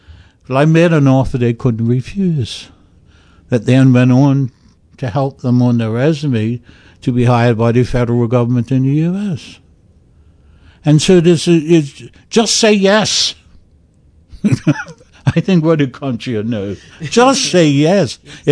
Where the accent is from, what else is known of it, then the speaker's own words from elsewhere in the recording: Somerset, Sandys Parish, Bermuda; They're from Somerset, I'm from Somerset, and so the families are connected.